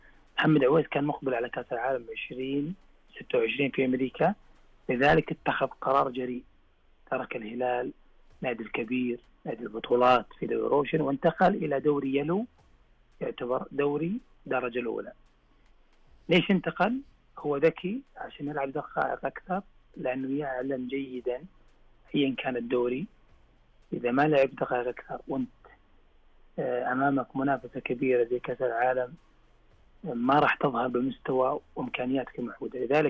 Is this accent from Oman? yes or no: no; Saudi Arabia; حنا كسعوديين